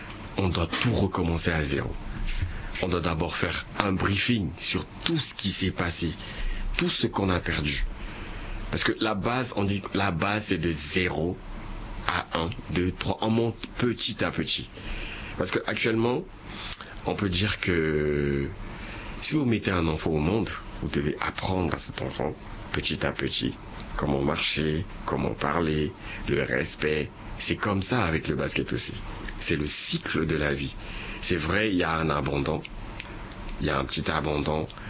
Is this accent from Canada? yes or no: no; Comoros; Comme vous voyez, j'ai un t-shirt mini basket, je viens du Comore.